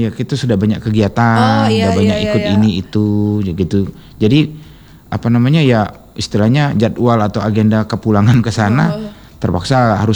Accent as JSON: {"language": "Indonesian", "town": "Palembang", "region": "South Sumatra", "country": "Indonesia", "said": "Iya, lahir di Palembang."}